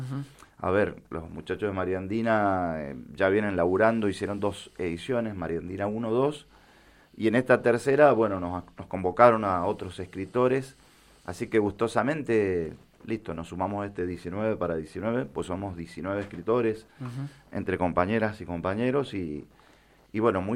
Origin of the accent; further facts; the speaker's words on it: San José, Mendoza, Argentina; born there; now in Bermejo, Argentina; Sí, Bermejino. Sí, Bermejino por adopción, porque nací en San José, pero bueno, es un barrio grande. Un barrio grande y en Bermejo ya vivo hace no sé cuánto. No lo quiero contar, pero son muchos años.